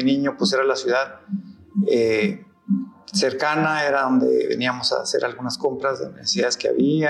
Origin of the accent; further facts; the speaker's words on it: Namiquipa, Chihuahua, Mexico; yo soy originario de un municipio vecino del municipio de Cuauhtémoc, se llama Namiquipa, de un pueblito del régimen de colonias Carso-Tomaines, en ese municipio de Namiquipa, a 100 kilómetros de aquí